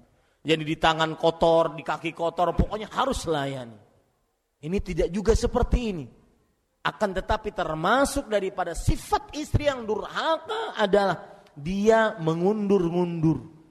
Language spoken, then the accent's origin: Indonesian; Banjarmasin, South Kalimantan, Indonesia; di Banjarmasin, kota saya